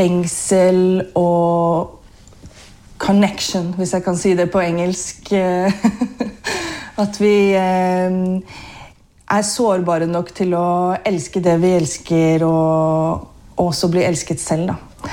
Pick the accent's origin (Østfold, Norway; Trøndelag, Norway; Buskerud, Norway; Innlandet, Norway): Buskerud, Norway; Geilo; Ja, jeg kommer fra Hallingdal, da. Jeg kommer fra Geilo, men det hører man ikke så godt heller. Men oppvokst på Geilo, men familien er fra Vestlandet, da.